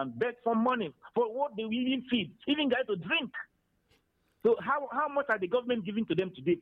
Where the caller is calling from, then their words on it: Emene, Enugu State, Nigeria; Yes, I'm calling you from Emene.